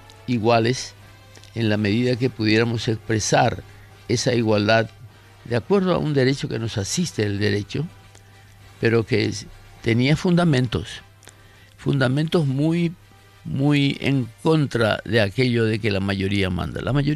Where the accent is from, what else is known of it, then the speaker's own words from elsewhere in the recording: Paraguay; nuestro origen como paraguayos